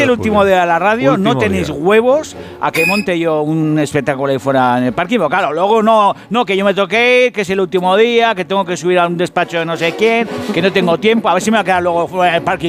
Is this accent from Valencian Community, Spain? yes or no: no; Basque Country, Spain